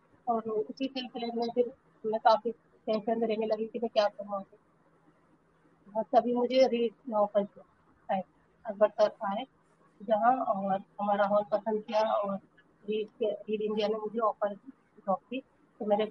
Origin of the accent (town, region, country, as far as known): Rampur, Uttar Pradesh, India